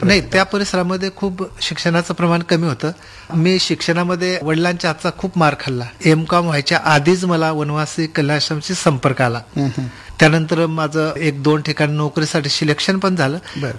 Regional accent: village in Nandurbar district, Maharashtra, India

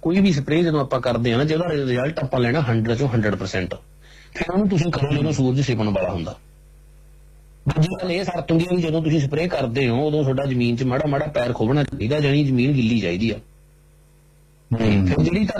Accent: Mangewal, Punjab, India; ਇੱਕ ਗੱਲ ਦੱਸ ਦੇਣਾ ਵੀ ਸਾਡਾ ਜਿਹੜਾ ਸਾਰਾ ਪਿੰਡ ਹੀ ਆ ਮਾਂਗੇ ਵਾਲੇ, ਸਾਰਾ 1 ਗੋਤਾ ਪਿੰਡ ਆ … ਸਾਡੇ ਪਿੰਡ ਦਾ।

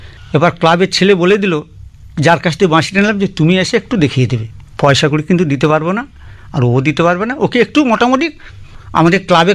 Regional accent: Kakdwip, West Bengal, India; born there; আমার বাড়ি কাকদ্বীপ, 14 নম্বর ঢোলা থানা, রবীন্দ্র অঞ্চল।

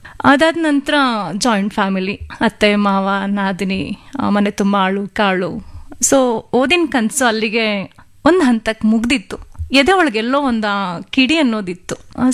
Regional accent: Bengaluru, Karnataka, India; born or raised there

